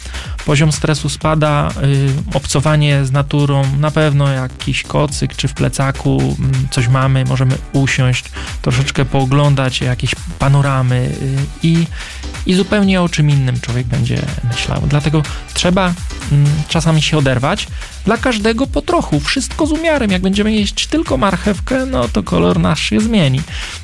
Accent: Świętokrzyskie Voivodeship, Poland

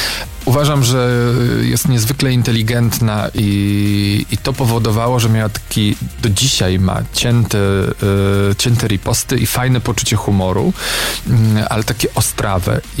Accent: Konin, Greater Poland Voivodeship, Poland; born or raised there

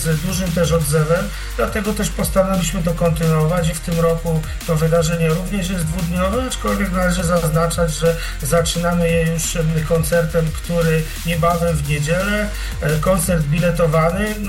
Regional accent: Zduńska Wola, Łódź Voivodeship, Poland; Ja jestem rodowitym związkowolaninem. Wychowałem się też w tym mieście.

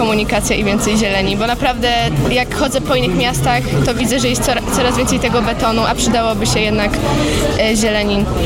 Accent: Toruń, Kuyavian-Pomeranian Voivodeship, Poland; Z Torunia.

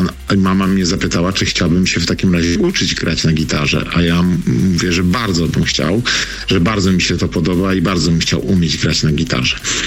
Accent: Strzałkowo, Greater Poland Voivodeship, Poland; moved away as an adult; pochodzę ze Strzałkowa, tam się wychowałem, tam spędziłem wiele lat. Mojego życia, na samym początku mojego życia, od urodzenia do okresu studiów.

